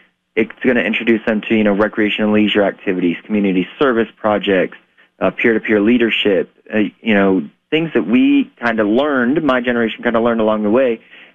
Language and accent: English; Ohio, United States; So, you know, growing up in Northern Ohio, I spent a lot of time working with my aunt, the Salvation Army.